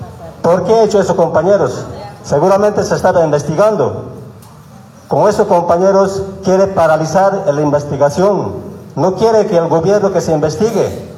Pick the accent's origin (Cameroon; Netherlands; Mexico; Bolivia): Bolivia; Nosotros, compañeros, como bolivianos, totalmente rechazamos